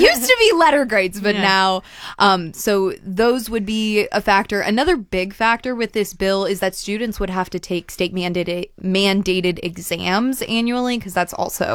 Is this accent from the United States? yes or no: yes; Ohio, United States; accent: Midwestern; So we told him Ohio.